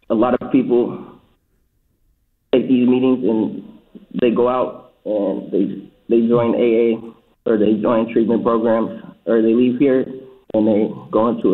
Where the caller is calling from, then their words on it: Mankato, Minnesota, United States; I'm currently incarcerated at the Blue Earth County Jail in Mankato, Minnesota.